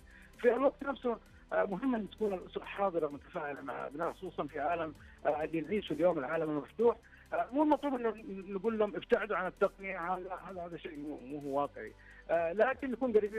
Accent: Saudi Arabia

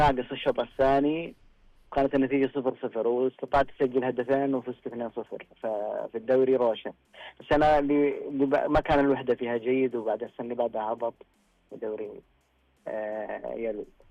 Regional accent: Saudi Arabia; عندنا في السعوديه

